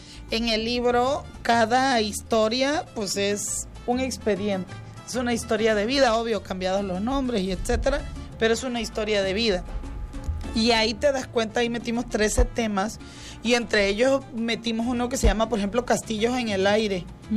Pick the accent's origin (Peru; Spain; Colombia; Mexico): Mexico; Tabasco; Yo soy de aquí de Tabasco y me gusta remar.